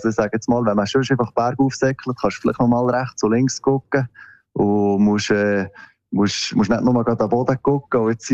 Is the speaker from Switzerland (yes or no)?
yes; Adelboden, Bern, Switzerland; Also ich trainiere eben bei uns in Adelboden.